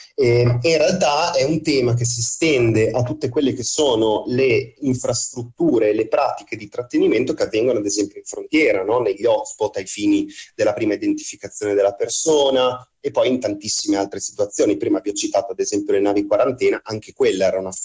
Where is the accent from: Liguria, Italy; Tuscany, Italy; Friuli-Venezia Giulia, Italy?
Friuli-Venezia Giulia, Italy; Trieste; noi veniamo dalla città di Trieste